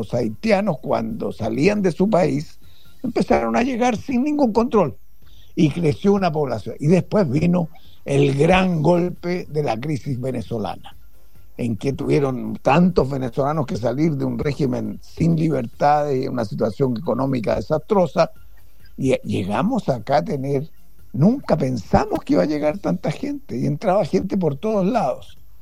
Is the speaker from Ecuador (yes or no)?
no; Chile; mi preocupación como chileno hoy día